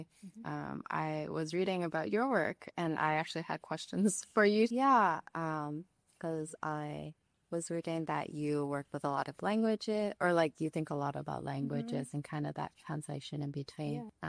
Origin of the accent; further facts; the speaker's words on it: Canada; first language Cantonese; English is a second language; Yeah, because I was born and raised in Canada, but my parents are from Hong Kong, so they both speak Cantonese. I'm the first child as well, so I guess at a very technical level, like Cantonese is my first language